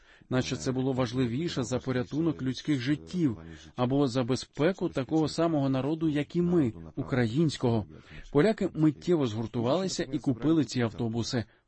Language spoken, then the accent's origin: Ukrainian; Poland; чи для тебе мало яке значення, що ти українець, а я поляк?